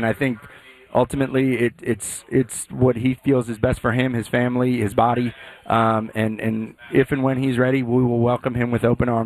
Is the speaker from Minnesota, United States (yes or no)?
yes; Twin Cities, Minnesota, United States; My wife's from Green Bay, Wisconsin. I'm from the Twin Cities.